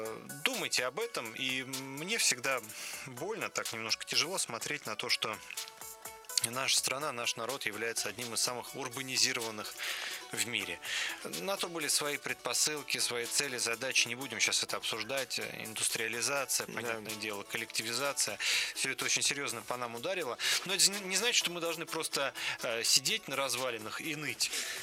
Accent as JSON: {"language": "Russian", "region": "Moscow", "country": "Russia", "tie": "born or raised there", "said": "Я, как коренной москвич"}